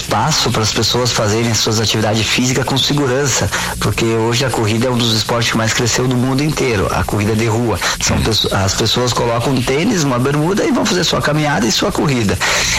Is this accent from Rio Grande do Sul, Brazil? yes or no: yes; Nova Prata, Rio Grande do Sul, Brazil; also born or lived in Bagé; now in Veranópolis, Brazil; Eu saí de Nova Prata em 95.